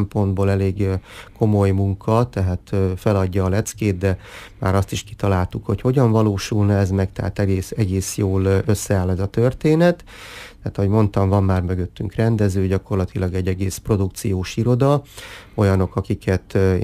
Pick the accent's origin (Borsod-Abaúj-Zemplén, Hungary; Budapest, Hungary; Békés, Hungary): Borsod-Abaúj-Zemplén, Hungary; Miskolc; mivel Balázs miskolci író, én szintén miskolci vagyok